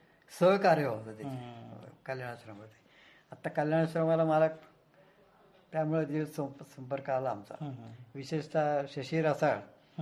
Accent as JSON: {"language": "Marathi", "town": "Akole", "region": "Maharashtra", "country": "India", "tie": "born or raised there", "said": "अकोले माझं मूळ गाव आहे."}